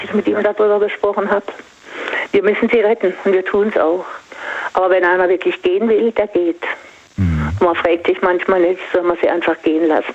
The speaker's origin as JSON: {"language": "German", "town": "Singen", "region": "Baden-Württemberg", "country": "Germany", "said": "Ich komme ja aus Singen und Die machen das schon eine ganze Weile in Klassentreffen."}